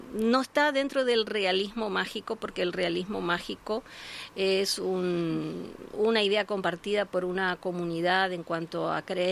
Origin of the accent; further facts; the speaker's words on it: Uruguay; moved away as an adult; also born or lived in Montevideo; now in Paraguay; Yo soy uruguaya, nací en Montevideo y después me fui a vivir a un balneario, a una cuadra del mar